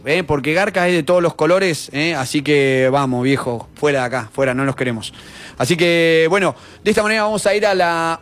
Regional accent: Argentina

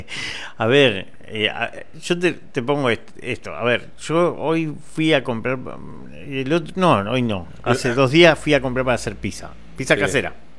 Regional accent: Argentina

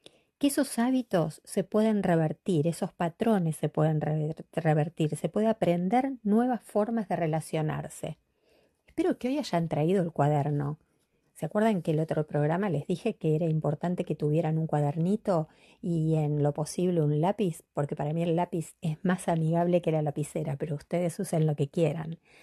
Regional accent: Quilmes, Buenos Aires Province, Argentina; Yo soy de Quilmes, de la provincia de Buenos Aires. Vivíamos a 500 kilómetros

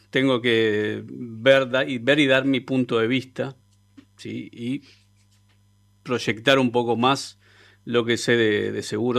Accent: Santiago del Estero, Argentina; Santiagueño, sí, obviamente. Sí

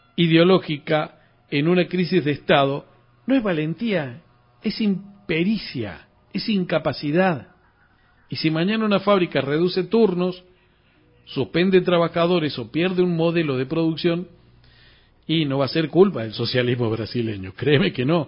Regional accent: Argentina; 50 millones de argentinos.

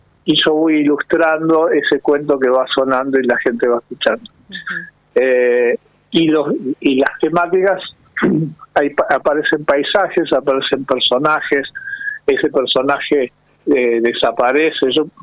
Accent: Ramos Mejía, Buenos Aires Province, Argentina; Soy de Buenos Aires, de Buenos Aires. De Ramos Mejía, la provincia de Buenos Aires.

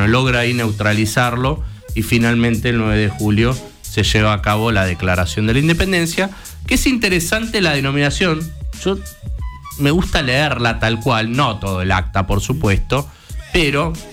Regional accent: Argentina; lo que hoy conocemos como República Argentina, que es nuestro país

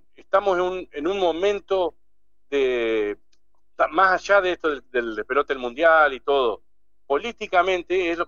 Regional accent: Diamante, Entre Ríos, Argentina; born there; Yo nací acá en Diamante y siempre decía, me quiero morir acá, pero hoy la estoy pensando a mis 53 años de irme de Diamante.

